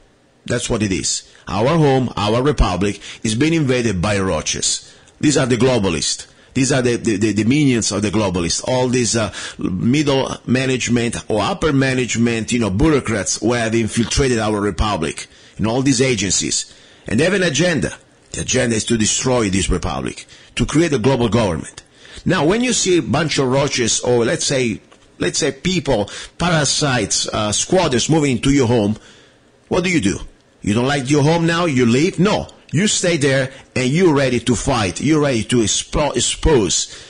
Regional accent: Italy; English is a second language; now in United States; if you don't like the way it is, go back to Italy. You know what? First of all, I'm an American now.

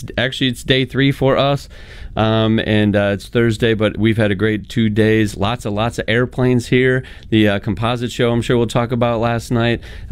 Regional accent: Oshkosh, Wisconsin, United States; born there; obviously I was born in Oshkosh

